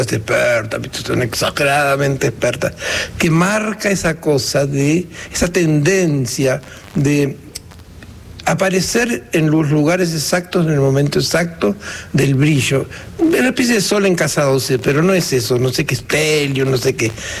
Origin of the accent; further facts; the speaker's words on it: Ingeniero Jacobacci, Río Negro, Argentina; also born or lived in San Antonio Oeste; Donde no, yo nací en San Antonio, en las Grutas, pero mi padre se mudó a Jacobacci, mi familia. Y allí nevaba, y yo escribía y dibujaba